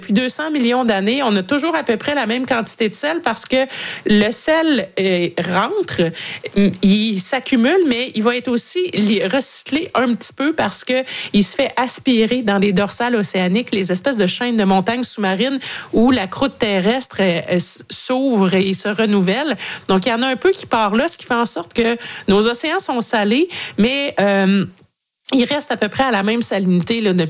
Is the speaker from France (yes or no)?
no; Canada; chez nous, au Canada